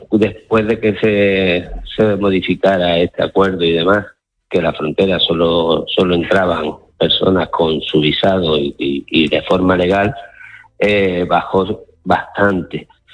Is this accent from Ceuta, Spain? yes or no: yes; Ceuta, Spain; yo soy de aquí, de Ceuta, llevo toda la vida viendo esta frontera de la misma forma